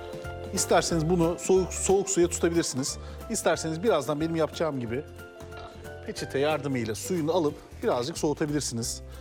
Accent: Adana, Turkey; Ya bir Adanalı olarak pırasayı bu kadar seviyor olmam insanları çok şaşırtıyor.

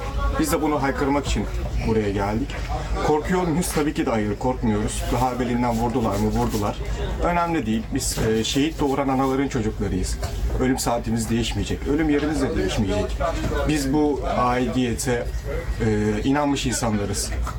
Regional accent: Istanbul, Turkey; also born or lived in East Turkestan; Aslında Doğu Türkistan, Uygur Türk'ü. İstanbul'da büyüdüm.

